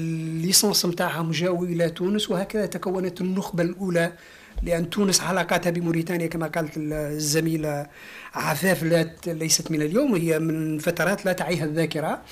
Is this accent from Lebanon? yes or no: no; Mauritania; في المنطقة الجنوبية الغربية عندنا في موريتانيا